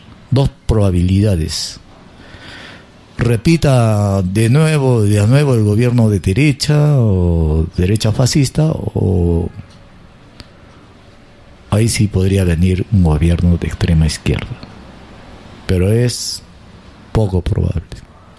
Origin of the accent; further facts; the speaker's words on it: Peru; Nosotros casi no entendemos nada como peruanos